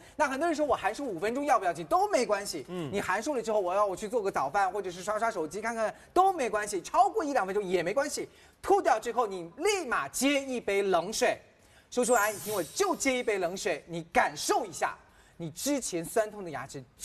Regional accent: Shanghai, China; 我上海人

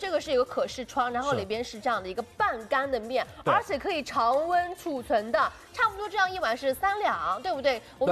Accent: northern China, China; 其实我作为一个北方人，我吃面条很挑的

